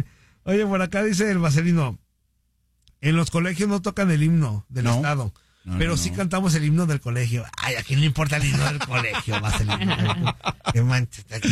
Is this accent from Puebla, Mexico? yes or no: no; Jalisco, Mexico; Yo la verdad, soy muy mal jalisciense, güey, no me lo sé, güey.